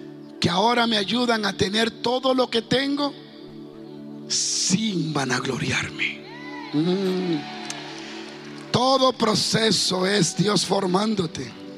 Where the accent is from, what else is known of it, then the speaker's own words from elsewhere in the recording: Dominican Republic; moved away; Como dominicano, tú te crías con el tigraje, dicen allá, obligado.